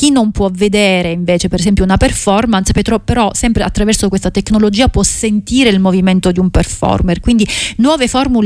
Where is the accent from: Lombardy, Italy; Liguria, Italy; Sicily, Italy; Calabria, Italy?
Calabria, Italy; now in Brussels, Belgium; fare sentire la nostra voce da calabresi, da Bruxelles, ma anche quando siamo in Calabria